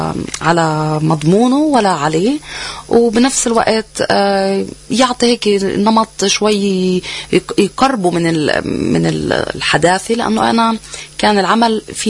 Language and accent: Arabic; Palestine; اليوم أنا بما إني طلعت من فلسطين وقوقعة فلسطين فقط